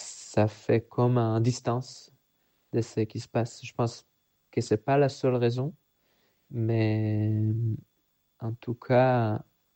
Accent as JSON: {"language": "French", "country": "Israel", "tie": "born or raised there", "moved": "as an adult", "lives_now": "France", "said": "j'ai grandi en Israël"}